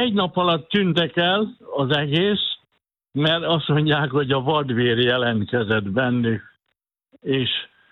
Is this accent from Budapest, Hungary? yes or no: no; Kiskunhalas, Bács-Kiskun, Hungary; én kiskumalasi gyerek vagyok, és ott a békazene is volt, meg vadkacsa is, szársa. Én tanyán születtem